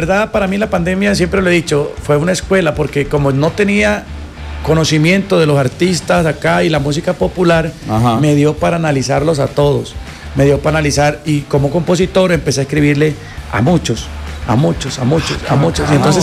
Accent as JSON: {"language": "Spanish", "country": "Venezuela", "moved": "yes", "lives_now": "Colombia", "said": "Yo hice cosas acá que no había hecho en mi país cuando arranqué la música llanera. Yo allá arranqué padrinado."}